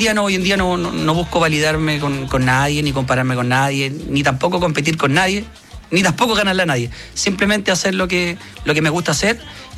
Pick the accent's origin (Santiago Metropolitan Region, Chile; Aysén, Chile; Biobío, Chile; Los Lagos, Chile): Santiago Metropolitan Region, Chile; Santiago; now in Lampa, Chile; De la región metropolitana, Santiago. Santiago, sí. Hoy en día resido en la comuna de Lampa, pero fui nacido y criado en Quinta Normal.